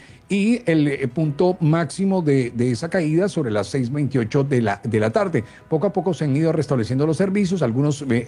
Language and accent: Spanish; Caribbean Region, Colombia; yo soy orgullosamente caribeño